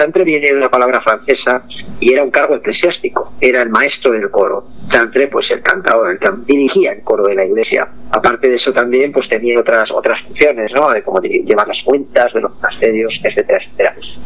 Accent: Miranda de Ebro, Castile and León, Spain; vais a viajar hasta mi tierra, hasta mi ciudad, hasta Miranda de Ebro

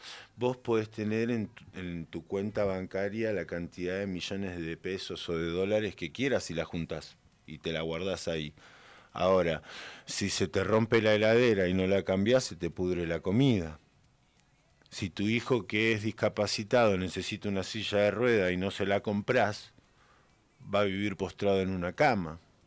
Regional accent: Argentina

